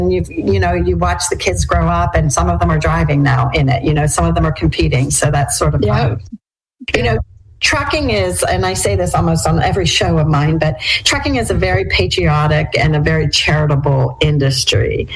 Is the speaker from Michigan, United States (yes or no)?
no; Pittsburgh, Pennsylvania, United States; moved away; We were in my home state of Pittsburgh, or hometown of Pittsburgh, last week.